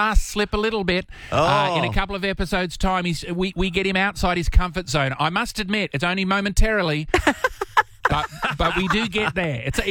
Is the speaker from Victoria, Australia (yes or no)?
no; Sydney, New South Wales, Australia; it's tricky for me because I grew up in Sydney. I played rugby.